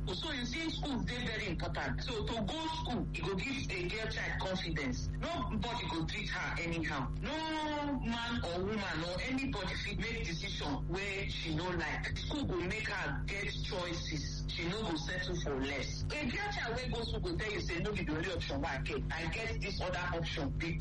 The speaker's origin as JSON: {"language": "English", "region": "Benue", "country": "Nigeria", "said": "I come from Benue. I am married and I have two children."}